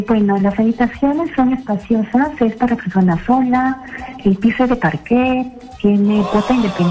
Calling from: Lima, Peru; yo me comunico desde Lima, cercano a la zona residencial.

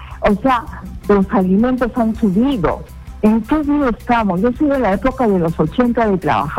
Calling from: Chaclacayo, Lima, Peru; ya lo de la zona de Chaclacayo.

